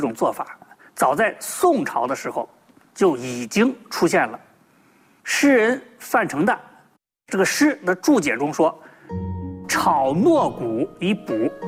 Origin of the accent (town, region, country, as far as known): China